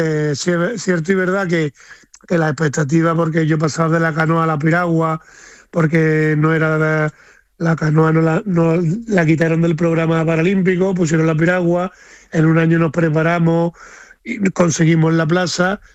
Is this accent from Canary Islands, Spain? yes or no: no; Seville, Andalusia, Spain; soy muy sevillano y me gustan las cositas ricas de la tierra.